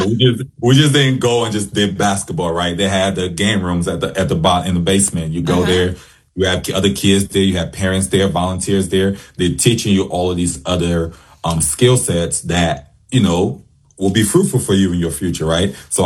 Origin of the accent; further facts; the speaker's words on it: Detroit, Michigan, United States; I remember when I was growing up in Detroit, we didn't turn to guns, right?